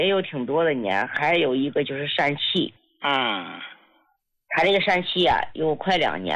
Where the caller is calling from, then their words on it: China; 我是来自山东大同的听众。